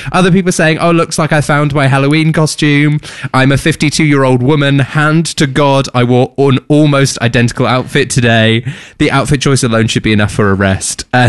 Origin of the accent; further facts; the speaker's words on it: England, United Kingdom; moved away as an adult; now in Australia; I, as an English person moving to Australia